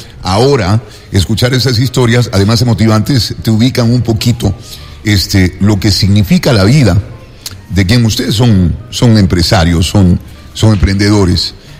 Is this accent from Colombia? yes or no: no; Ecuador